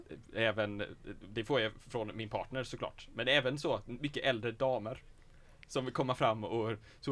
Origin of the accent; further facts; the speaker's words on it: Småland, Sweden; accent: Småländska; Jag pratar ju småländska.